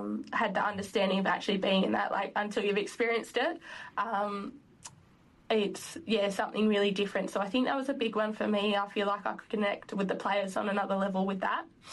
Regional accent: Northam, Western Australia, Australia; So, yeah, from the start, I guess I grew up country. So I grew up Northern Way in the Wheatbelt.

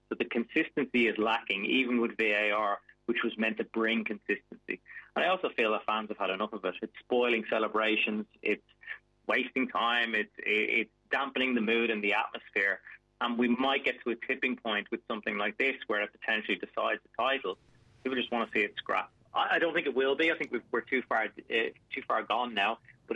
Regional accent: Ireland; I mean, I'm from Ireland, and one of the biggest controversies in football history was Thierry Henry's handball for a goal for France against Ireland

